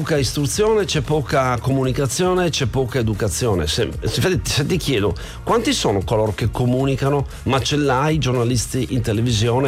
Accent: Friuli-Venezia Giulia, Italy; born there; also born or lived in Canada; io arrivo proprio dall'Emena. Reghena, cioè proprio una bella fetta ristretta sotto Pordenone.

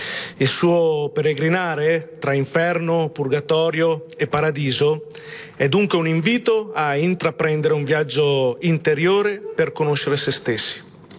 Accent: Verona, Veneto, Italy; noi siamo molto legati come veronesi.

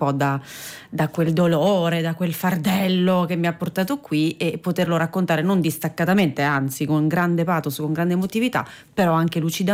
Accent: Sicily, Italy; io sono siciliana

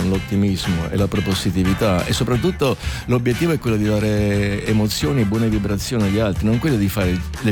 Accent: Naples, Campania, Italy; born there; io sono nato a Napoli

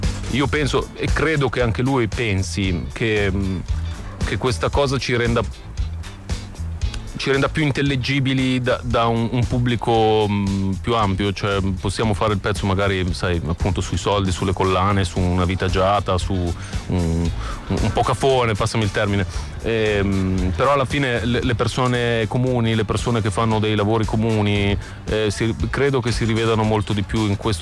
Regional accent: Milan, Lombardy, Italy; io sono milanese

